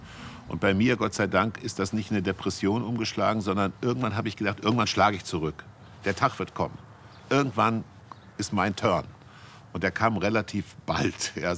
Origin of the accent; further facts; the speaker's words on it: Kassel, Hesse, Germany; Ich bin auch mit 16 schon nach Frankfurt getrampt von Kassel, wo ich aufgewachsen bin, um